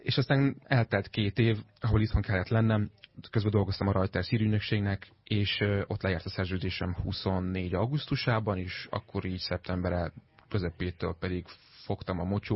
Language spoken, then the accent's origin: Hungarian; Debrecen, Hajdú-Bihar, Hungary; born there; Képzeld el, hogy egyébként Debrecenben, ahol én születtem és ahol elkezdtem még korongozni